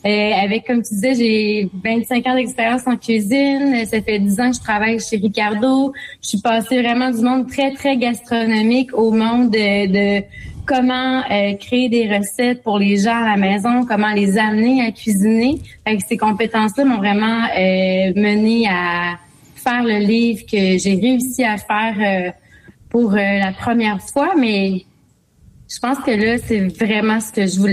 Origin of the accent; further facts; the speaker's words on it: Lille, Hauts-de-France, France; J'ai grandi à Lille. Oui, entouré de champs de fraises, mais entouré d'un grand jardin.